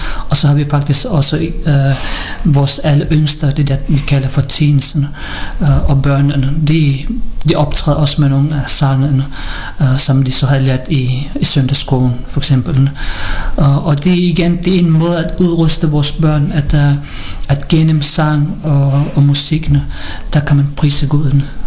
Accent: Philippines; at vi som filippiner er meget glade folkefærdene, er smilende

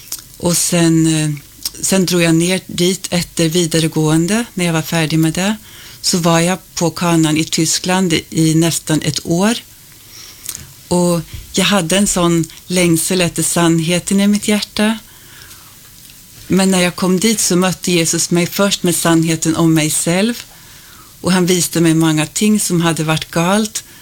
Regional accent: Sweden; Ja, jag kommer från Sverige och jag är född och uppvuxen i en kristen familj

